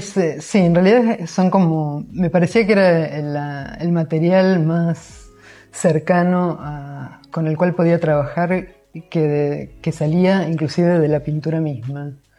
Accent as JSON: {"language": "Spanish", "town": "Rosario", "region": "Santa Fe", "country": "Argentina", "said": "Es muy veneciano, pero yo también soy de Rosario, así que el río Paraná lo tengo muy adentro."}